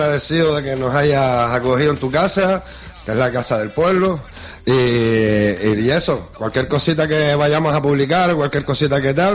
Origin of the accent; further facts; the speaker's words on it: Valsequillo de Gran Canaria, Canary Islands, Spain; Yo como soy de Barsequillo, soy tiernito como el queso